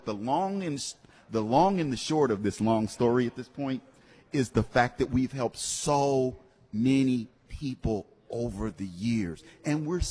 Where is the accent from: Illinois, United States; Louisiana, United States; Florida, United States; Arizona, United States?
Illinois, United States; Chicago; now in Detroit, United States; I'm from Chicago